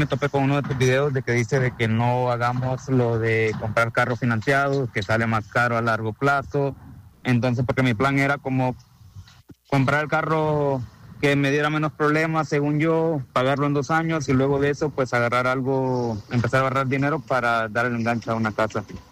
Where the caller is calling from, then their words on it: Escondido, California, United States; Vivo en California, en Escondido, California.